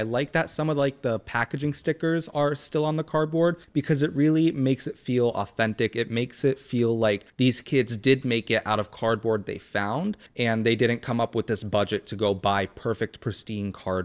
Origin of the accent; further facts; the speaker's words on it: Springfield, Massachusetts, United States; So I've lived in the area my whole life. I grew up in Springfield.